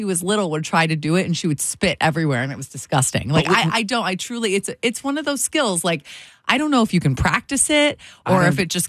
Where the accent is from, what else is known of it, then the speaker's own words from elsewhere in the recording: Detroit, Michigan, United States; I'm from Detroit. I'm from Michigan.